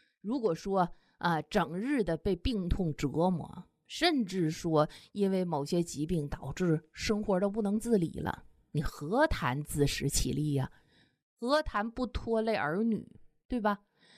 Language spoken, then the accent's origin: Chinese; China; 尤其是我们中国人那骨子里就根植着一个一直不变的观念